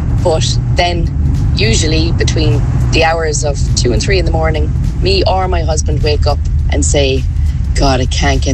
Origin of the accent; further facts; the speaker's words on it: Ireland; now in Boston, United States; the programs I watched as a child, as an Irish child.